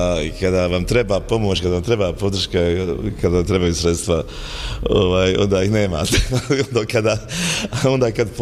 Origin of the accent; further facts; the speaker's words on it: Bosnia & Herzegovina; to je kod nas u Bosni često ta sintagma.